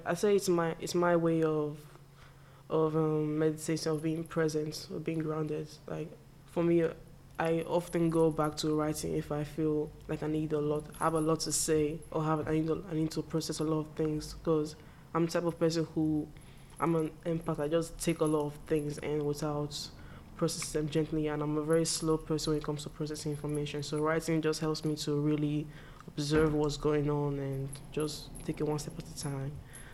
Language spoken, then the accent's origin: English; Nigeria; now in United Kingdom; when I was raised in Nigeria